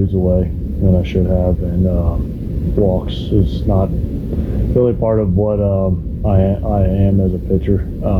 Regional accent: the South, United States; him and I just kind of clicked early on, and we're two dudes from the South

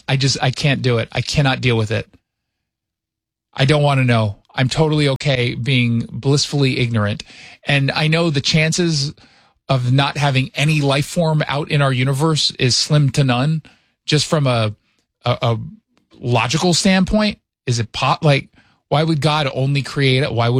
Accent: California, United States; I'm from Southern California. You get one earthquake and then you get a bunch of tremors afterwards. That's totally normal.

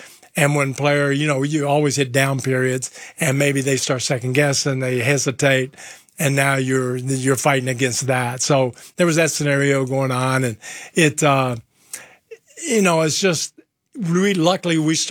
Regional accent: Milan, Lombardy, Italy; English is a second language; So I came from Milan, which is like New York, you know, and kind of their thinking.

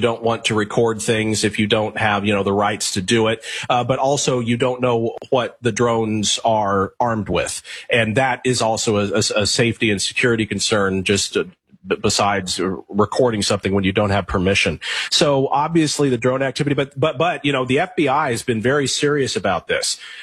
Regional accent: United States; as an American citizen

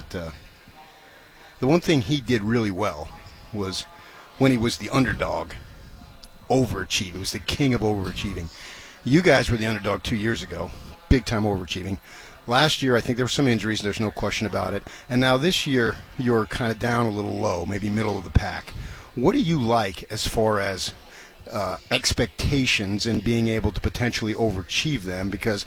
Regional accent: Phoenix, Arizona, United States; In this desert. I grew up in Phoenix.

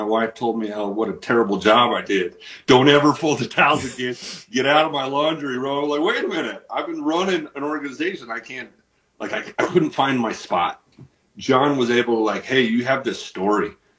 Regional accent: Utah, United States; I'm from Utah.

